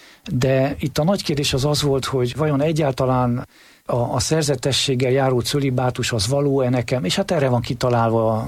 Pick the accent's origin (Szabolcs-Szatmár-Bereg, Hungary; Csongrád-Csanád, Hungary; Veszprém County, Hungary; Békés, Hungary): Veszprém County, Hungary; Veszprém; Veszprémi gyerek vagyok